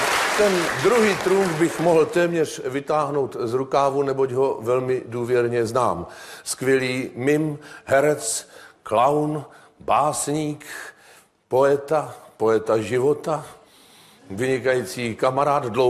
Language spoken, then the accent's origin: Czech; Moravia, Czechia; now in Prague, Czech Republic; Ano, není nás málo, kteří jsme z Moravy přišli sem do Prahy.